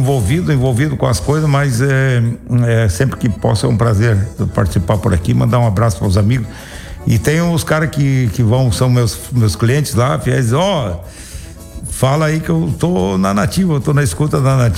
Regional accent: São Luiz Gonzaga, Rio Grande do Sul, Brazil; also born or lived in Santa Maria / Ijuí; now in Araranguá, Brazil; comecei a trabalhar em rádio em Ijuí, porque eu sou natural de São Luís Gonzaga.

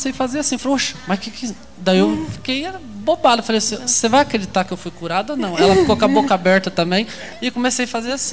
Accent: Apucarana, Paraná, Brazil; encontrei uma senhora, que eu sou de lá de Apucarana, daí ela de lá.

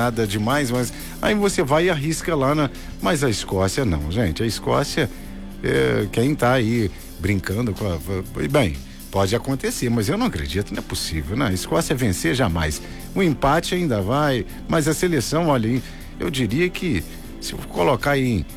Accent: Minas Gerais, Brazil

